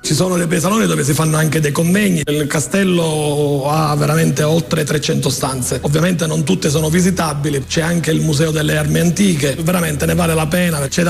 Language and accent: Italian; Caccamo, Sicily, Italy; il mio paese, che ovviamente sono molto molto orgoglioso di questo paese.